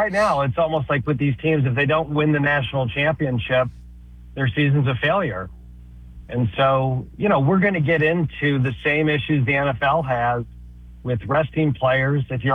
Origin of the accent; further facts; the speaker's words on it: Pennsylvania, United States; I grew up in Pennsylvania